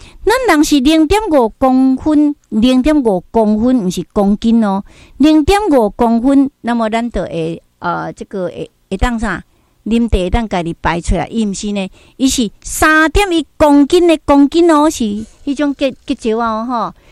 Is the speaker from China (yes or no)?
no; Daegu, North Gyeongsang, South Korea; 我的故乡在大邱，因为我是大邱人哈。